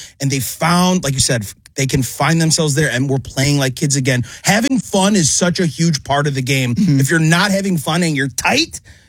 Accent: Chicago, Illinois, United States; moved away as an adult; now in Philadelphia, United States; I'm from Chicago.

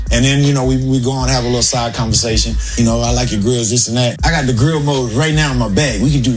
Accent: Texas, United States; And I'm, of course, I'm from Texas.

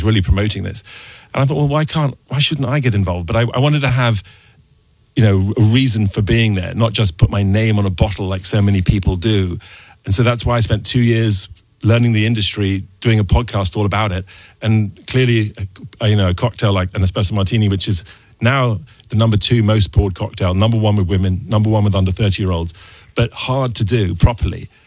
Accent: United Kingdom; there's a little bit of provenance for me being a British photographer.

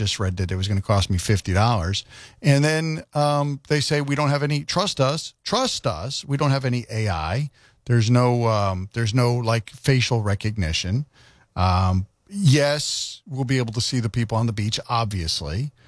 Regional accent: United States; I'm an American.

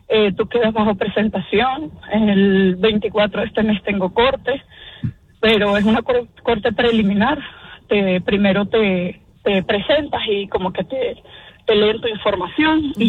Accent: Venezuela; now in United States; Actualmente yo tengo asilo pendiente, soy de Ven

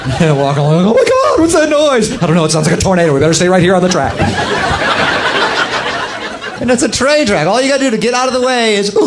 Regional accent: Atlanta, Georgia, United States; I'm from Atlanta

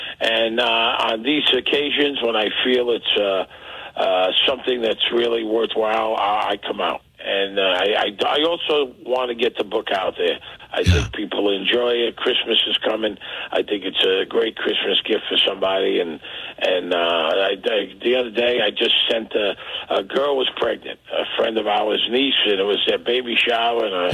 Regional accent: New York City, New York, United States; moved away as an adult; also born or lived in Las Vegas; I grew up in Brooklyn. I graduated from Brooklyn College, and then I moved to Las Vegas, and I was there for 25 years

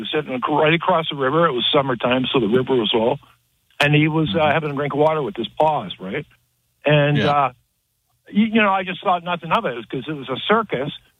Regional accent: British Columbia, Canada; I'm from Vancouver Island originally, and there's a lot of activity there.

